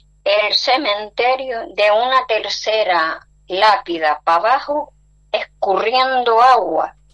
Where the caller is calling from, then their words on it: Telde, Canary Islands, Spain; Llamo ahora mismo de Telde